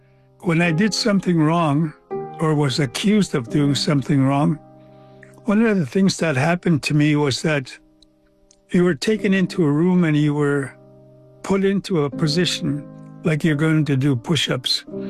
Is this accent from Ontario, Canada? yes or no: no; Alberta, Canada; I was born on the Ermineskin Cree Nation and was raised by my grandparents until I was taken to residential school when I was 6 years old.